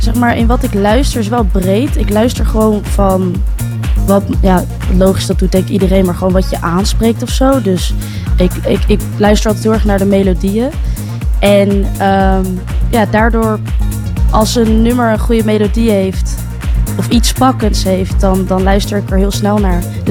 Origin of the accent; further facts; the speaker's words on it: Gouda, South Holland, Netherlands; moved away as an adult; now in Enschede, Netherlands; Ik kom uit Gouda.